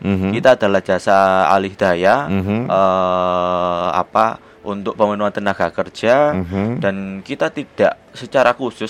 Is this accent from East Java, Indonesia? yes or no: yes; Surabaya, East Java, Indonesia; Kalau kami dari Surabaya.